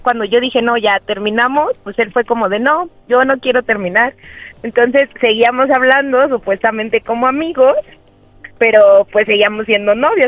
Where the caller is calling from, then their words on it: Querétaro, Mexico; 27 años y soy de Querétaro.